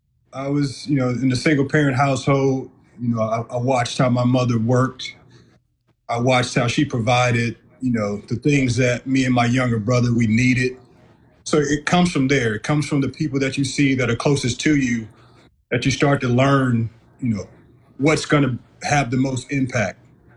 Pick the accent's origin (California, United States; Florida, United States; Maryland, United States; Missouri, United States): Missouri, United States; St. Louis; I'm a hometown kid, born and raised in St. Louis. This has always been home for me, even through the cities that I played in. I've always made my way back home, you know, in the summertime.